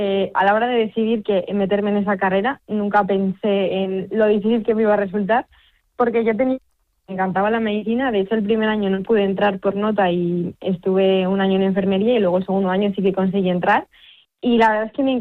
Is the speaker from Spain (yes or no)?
yes; Cuéllar, Castile and León, Spain; en mi pueblo, pues que es Cuéllar, un pueblo de Segovia